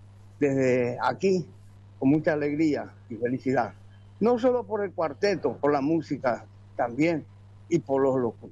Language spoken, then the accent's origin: Spanish; Argentina; Gracias Córdoba, gracias país, somos argentinos y qué tanto lío.